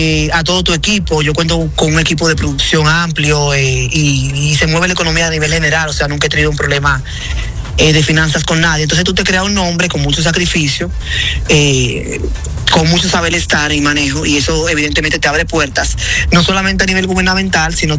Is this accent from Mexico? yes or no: no; Dominican Republic; now in Spain; al final somos dominicanos